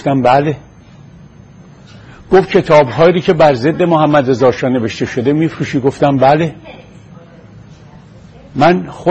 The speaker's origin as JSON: {"language": "Persian", "country": "Iran", "moved": "yes", "said": "ما از وقتی از ایران اومدیم بیرون در خارج از کشور،"}